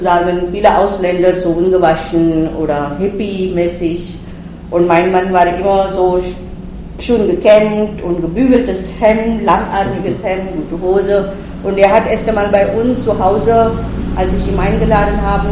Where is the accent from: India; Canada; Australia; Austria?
India; moved away as an adult; now in Germany; Ich bin in Indien geboren und ich bin auch dort aufgewachsen. Ich war 24 Jahre alt und ich bin hier geheiratet mit einem Lateinlehrer und ich bin 1990, so etwa 3 Tage vor der deutschen Vereinigung, nach Deutschland gekommen.